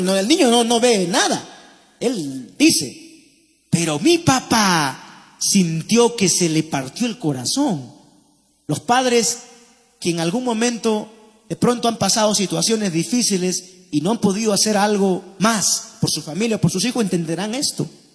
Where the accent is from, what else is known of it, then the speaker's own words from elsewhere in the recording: Paiján, La Libertad, Peru; llegaron las vacas flacas, como decimos, en mi pueblo. Llegó como una especie de hambruna ahí en Paiján, no había que comer